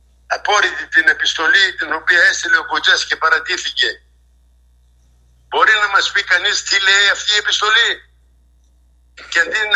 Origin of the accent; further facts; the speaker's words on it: Greece; σε αυτή τη χώρα εδώ που λέγεται Ελλάδα, την πατρίδα μου